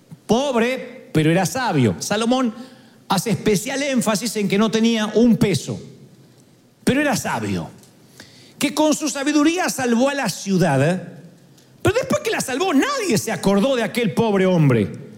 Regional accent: Argentina; soy argentino

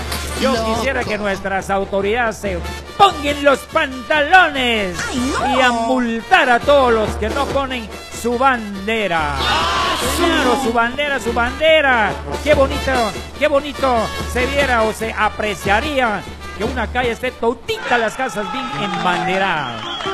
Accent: Peru; Perú, claro, soy peruano, con orgullo

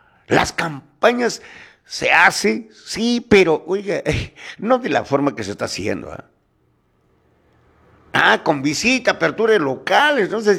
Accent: Cairani, Tacna, Peru; born there; En el pueblo de Cairani, siempre he dicho que Cairani tiene una majestuosidad, porque es mi tierra, conozco Camilaca, conozco todo, porque mi padre, ganadero

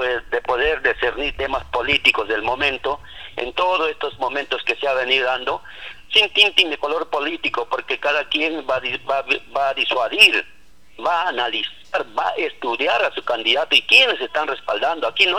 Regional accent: Mazamari, Junín, Peru; born there; Yo nací aquí, aquí me emprendí, aquí voy a morir, aquí está mi emprendimiento.

